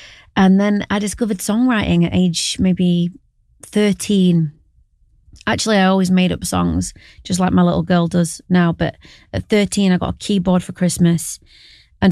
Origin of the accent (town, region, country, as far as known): Barnsley, Yorkshire and the Humber, United Kingdom; born there